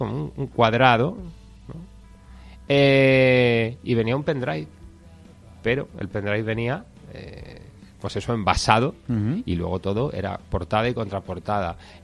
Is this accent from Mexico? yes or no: no; Madrid, Community of Madrid, Spain; Pero yo soy de Carabanchel, sí, más que no he conocido otra cosa.